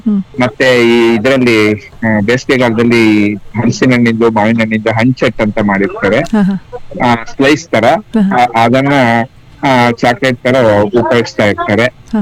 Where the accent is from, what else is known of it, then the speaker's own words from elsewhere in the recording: BR Project, Karnataka, India; now in Shivamogga, India; ನಾವು ಚಿಕ್ಕವರಿದ್ದಾಗ B R project ನಲ್ಲಿ